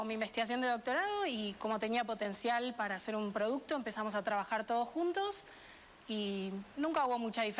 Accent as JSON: {"language": "Spanish", "town": "Buenos Aires", "country": "Argentina", "said": "Yo soy de Buenos Aires."}